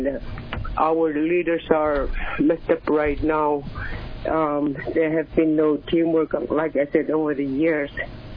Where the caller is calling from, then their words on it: Kwigillingok, Alaska, United States; I'm from Quiguilangoc, Alaska